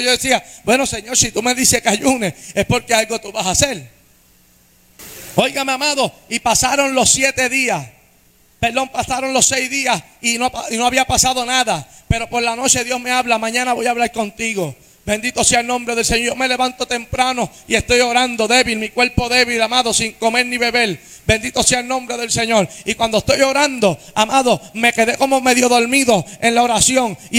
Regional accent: Puerto Rico; moved away as an adult; also born or lived in United States; La segunda pelea que tuve con un león, amado, fue cuando llegué de los Estados Unidos a Puerto Rico. Que me encontré con 25 años de edad viviendo en casa de mis padres de nuevo. Yo me había ido a los 18 y volví de nuevo a la casa de mis padres.

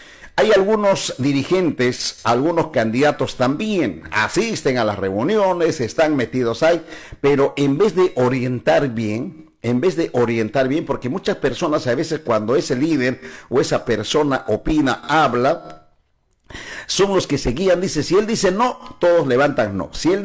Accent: Puno, Peru; somos parte de Choquechaca

